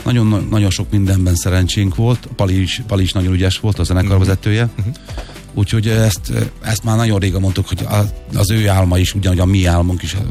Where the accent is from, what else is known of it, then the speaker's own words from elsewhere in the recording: Tiszafüred, Jász-Nagykun-Szolnok, Hungary; én gyerekkoromban, hogy Tiszafüreden éltem, nagyon sok lagzi volt.